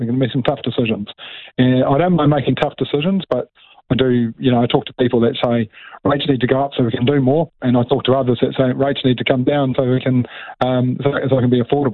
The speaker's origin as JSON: {"language": "English", "town": "Whanganui", "region": "Manawatū-Whanganui", "country": "New Zealand", "tie": "born or raised there", "also_born_or_lived": "Melbourne", "moved": "as an adult", "said": "I was born here in Whanganui, in the day Neil Armstrong walked on the moon, actually. brought up on a hill country farm."}